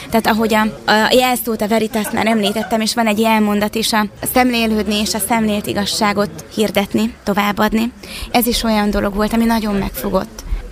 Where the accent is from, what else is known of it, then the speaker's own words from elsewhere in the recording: Szombathely, Vas, Hungary; én szombathelyi vagyok